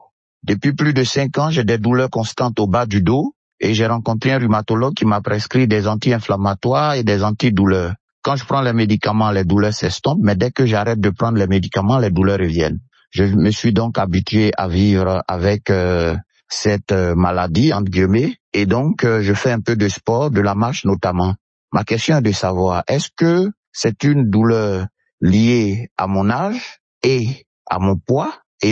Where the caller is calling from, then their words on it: Bouaké, Vallée du Bandama, Côte d’Ivoire; Je vous appelle de Bouaquet en Côte d'Ivoire. Alors, j'ai 57 ans